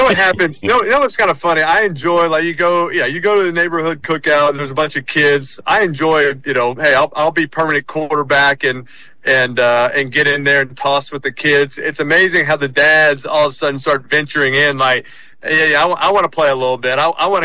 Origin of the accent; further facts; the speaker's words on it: New Orleans, Louisiana, United States; I grew up in New Orleans. I knew what a parade was.